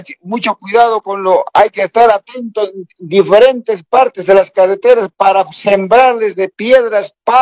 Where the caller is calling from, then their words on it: Bolivia; Somos millones los bolivianos